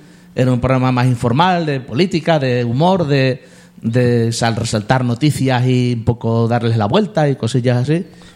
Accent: Alcolea de Calatrava, Castilla-La Mancha, Spain; nací en Alcolea de Calatrava en el año 63, en un pequeño pueblo de 1.600 habitantes junto a Ciudad Real. Entonces ahí solamente había un colegio y ahí hice toda mi educación primaria.

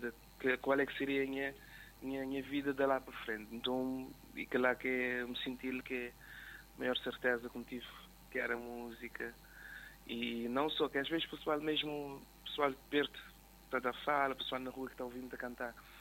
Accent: Cape Verde

